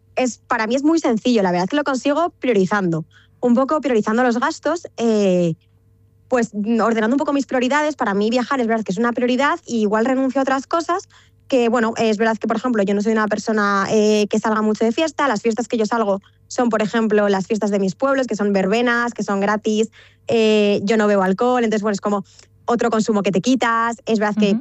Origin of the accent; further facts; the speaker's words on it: Cabanillas del Campo, Castilla-La Mancha, Spain; also born or lived in Cortes de Tajuña; yo soy de Guadalajara, pero soy de un pueblo de Guadalajara.